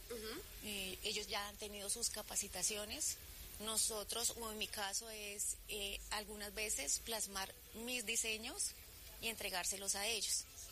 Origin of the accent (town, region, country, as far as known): Colombia